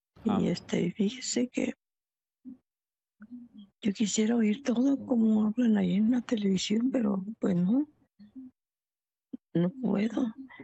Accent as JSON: {"language": "Spanish", "region": "Michoacán", "country": "Mexico", "said": "soy de Michoacán."}